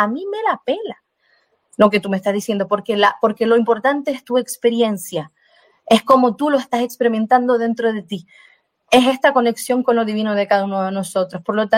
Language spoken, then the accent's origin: Spanish; Brazil; Spanish is a second language; Yo soy indígena, yo soy brasileña de natural brasileña, yo soy indígena